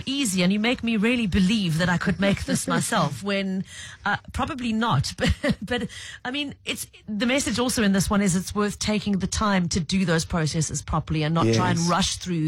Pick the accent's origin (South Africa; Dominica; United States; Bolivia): South Africa; Durban, KwaZulu-Natal; I'm from Durban.